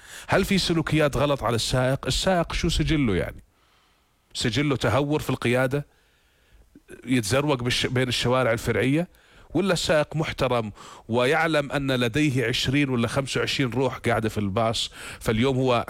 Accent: Jordan; آلمنا جميعا كأردنيين

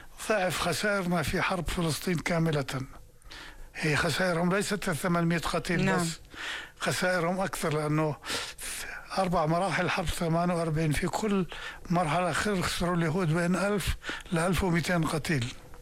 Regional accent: Jordan; نحن مش أردنيين بس

